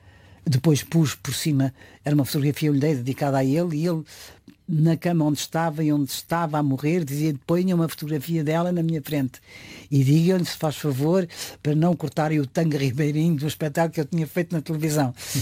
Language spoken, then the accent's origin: Portuguese; Lisbon, Portugal; A minha infância foi passada nos Olivais.